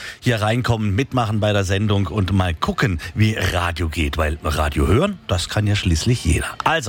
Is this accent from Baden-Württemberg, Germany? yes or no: yes; Offenburg, Baden-Württemberg, Germany; dann Richtung Pforzheim gefahren bin, von Offenburg aus, von meiner Heimat.